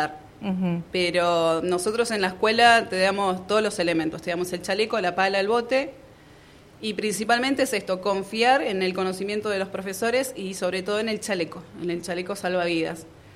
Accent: Choele Choel, Río Negro, Argentina; Mira, yo tengo 42 años. Desde los 8 años hago esto. Ah. Yo soy nacida y criada en Chuelechuel, a la vera del río Negro.

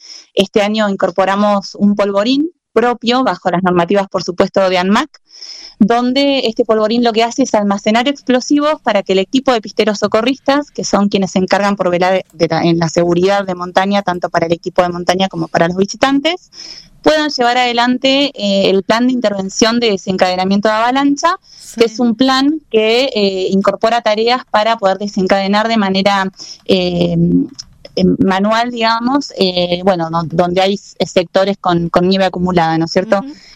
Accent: Esquel, Chubut, Argentina; yo nací y crecí en Esquel, así que hablar de La Olla también es hablar de una parte muy importante de mi vida

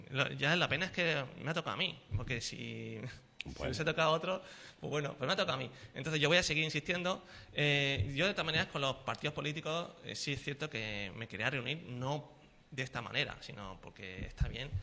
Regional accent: Sanlúcar de Barrameda, Andalusia, Spain; nosotros somos de Sanlúcar.

